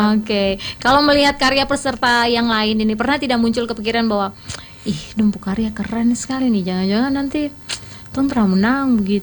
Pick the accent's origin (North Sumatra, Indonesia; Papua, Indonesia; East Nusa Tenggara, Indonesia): Papua, Indonesia; tong dari Papua.